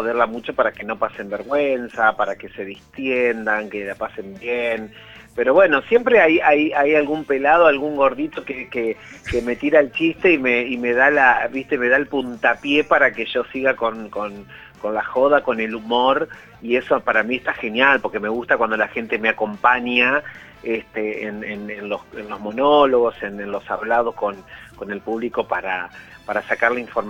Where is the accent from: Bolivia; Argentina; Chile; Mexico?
Argentina; Somos pueblos, somos argentinos